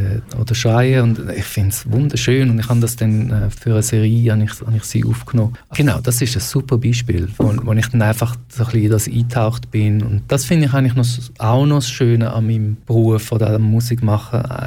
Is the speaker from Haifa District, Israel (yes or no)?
no; Jerusalem, Jerusalem District, Israel; Und ich meine, ich bin in Jerusalem aufgewachsen und dort kommen sowieso all die Kulturen ein bisschen zusammen.